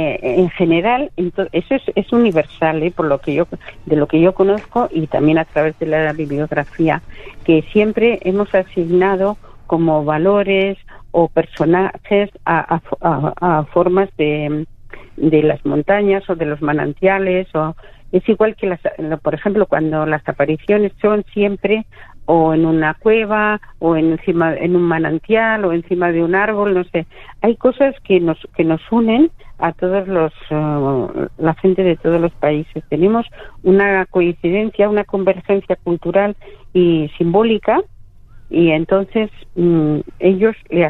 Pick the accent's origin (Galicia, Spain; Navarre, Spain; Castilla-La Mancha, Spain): Castilla-La Mancha, Spain; Toledo; Eso sí, ellos, cuando le digo que soy de Toledo y eso, enseguida...